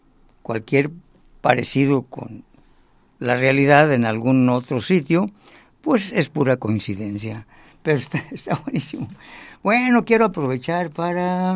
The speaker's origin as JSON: {"language": "Spanish", "country": "Mexico", "said": "Nosotros como mexicanos"}